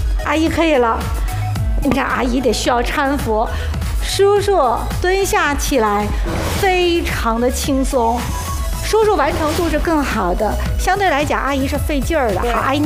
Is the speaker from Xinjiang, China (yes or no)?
no; Mohe, Heilongjiang, China; 就我老家东北的漠河